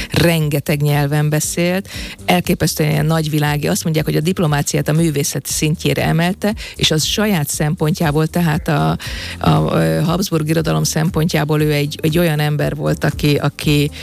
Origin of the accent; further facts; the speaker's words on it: Hungary; akit mint magyarok nagyon nem szeretünk